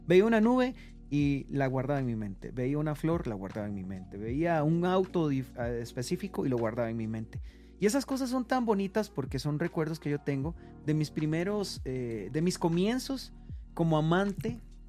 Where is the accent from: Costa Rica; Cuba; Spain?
Costa Rica; also born or lived in Nicaragua; now in Mexico; yo me crié en Costa Rica, nací en Nicaragua, me crié en Costa Rica. Tengo como esas dos partes, ¿verdad?